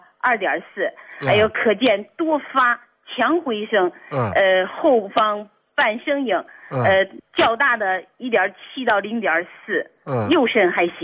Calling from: Handan, Hebei, China; 我是邯郸的一个新朋友。

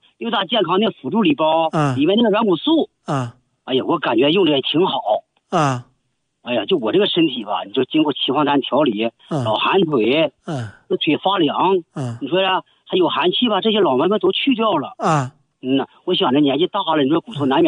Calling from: Jilin, China; 71了。

